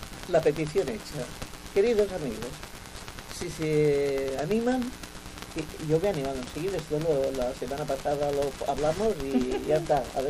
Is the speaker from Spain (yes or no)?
yes; Catalonia, Spain; first language Catalan; Spanish is a second language; yo mi lengua materna es catalán, porque estoy en Cataluña